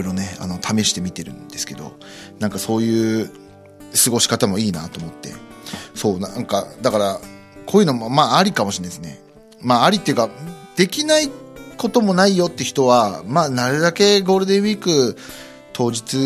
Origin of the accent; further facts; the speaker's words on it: Nemuro, Hokkaido, Japan; moved away; 4日間ねずっと根室にいたんですよね、地元にいて